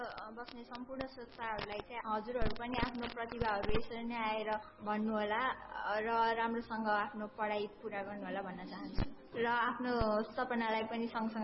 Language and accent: Nepali; Ganapati, Gandaki Province, Nepal; शुक्रगण्डकी 8 Ganapati.